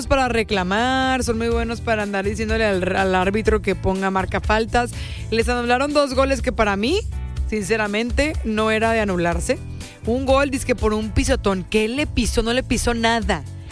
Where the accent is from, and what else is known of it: Mexico